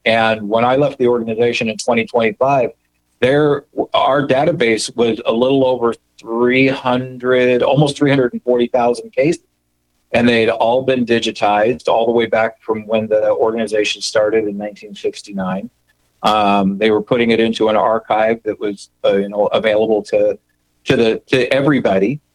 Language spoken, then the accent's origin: English; Phoenix, Arizona, United States; And I was growing up in Phoenix, Arizona.